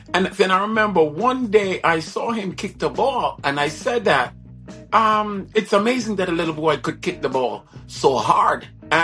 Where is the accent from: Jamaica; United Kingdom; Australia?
Jamaica; now in Queens, United States; We are from Jamaica. My sister and I, we are from Jamaica.